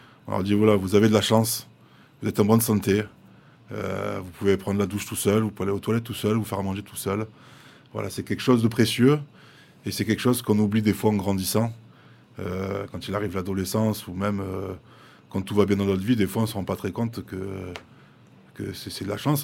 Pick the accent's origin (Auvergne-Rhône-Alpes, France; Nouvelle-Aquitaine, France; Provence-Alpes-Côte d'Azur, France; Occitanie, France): Provence-Alpes-Côte d'Azur, France; Le Revest-les-Eaux; du village où j'ai grandi, au Reveste-les-Eaux